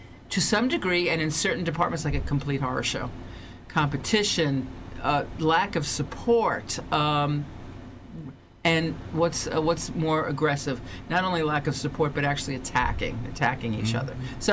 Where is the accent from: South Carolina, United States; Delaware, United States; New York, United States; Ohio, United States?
New York, United States; New York City; I grew up in New York City